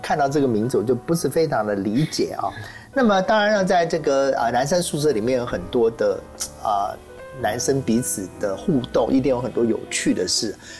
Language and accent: Chinese; Taiwan; 对我们台湾人来讲的话